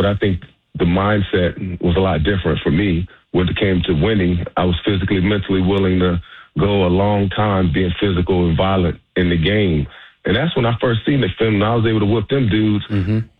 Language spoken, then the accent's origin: English; Athens, Georgia, United States; I'm from Athens.